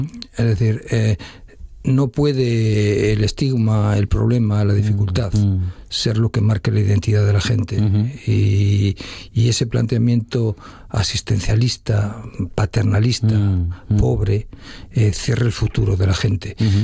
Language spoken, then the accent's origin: Spanish; Basque Country, Spain; moved away; pero me tenía que marchar de Euskadi. Y dije, ¿a qué sitio puede ir que sea lo más parecido a mi tierra?